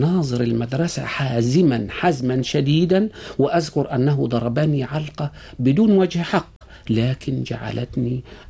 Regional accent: Monufia Governorate, Egypt; نشأت في قرية فقيرة وبجوارها قرية غنية، وكنا في الوقت اللي هو قبل الإصلاح الزراعي. قريتنا نادر كان فيها عدد من الفلاحين، معظمهم ممن يستأجرون الأرض.

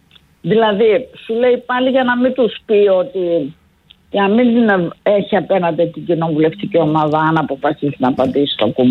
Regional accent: Northern Greece, Greece; ειδικά εμένα που είμαι και από τη Βόρεια Ελλάδα

